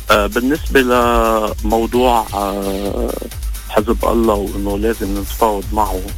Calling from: Lebanon; انا لبناني وفخور بحظيتي،

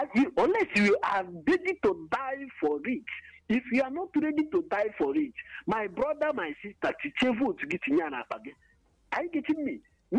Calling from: Enugu, Enugu State, Nigeria; I'm calling from Enugu.

